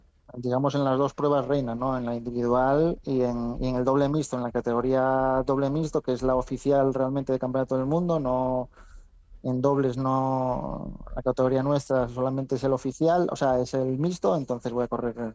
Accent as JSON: {"language": "Spanish", "town": "Ribadesella", "region": "Asturias", "country": "Spain", "said": "Bueno, a ver, yo soy de Riva de Sella y entreno en Riva de Sella"}